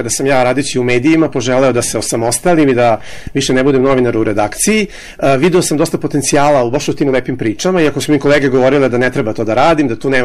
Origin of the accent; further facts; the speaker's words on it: Belgrade, Serbia; jer ja sam Beograđanin koji radi u Aranđelovcu, odnosno u Trešnjevici